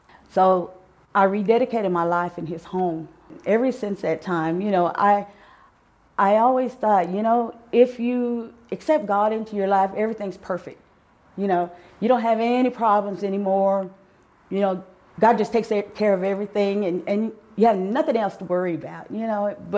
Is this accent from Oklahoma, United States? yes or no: yes; Antlers, Oklahoma, United States; moved away as an adult; also born or lived in Bernalillo, New Mexico; now in Albuquerque, United States; I'm from the Choctaw Tribe of Antlers, Oklahoma. I've been in Albuquerque now for going on 15 years. I lived out in Bernalillo for a little while, and then I moved, bought a house in the Albuquerque area.